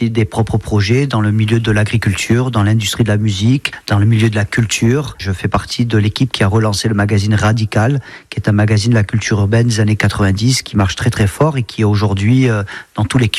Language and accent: French; Perpignan, Occitanie, France; also born or lived in Netherlands / Belgium; Moi, je suis franco-néerlandais, donc je suis né aux Pays-Bas en 75. Ensuite, j'ai grandi 4 ans aux Pays-Bas, puis 1 an en Belgique et je suis arrivé à Perpignan dans les années 80.